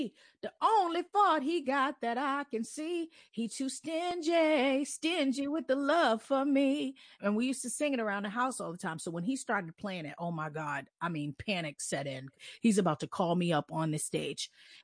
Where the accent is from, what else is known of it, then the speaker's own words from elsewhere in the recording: Harlem, New York, United States; I grew up in Harlem, right smack dab in the middle of the hip hop era.